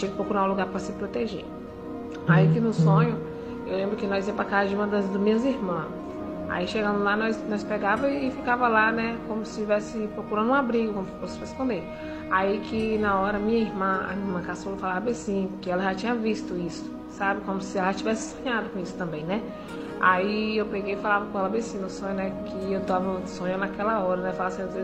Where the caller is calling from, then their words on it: Brumado, Bahia, Brazil; sou da cidade de Brumado, Bahia.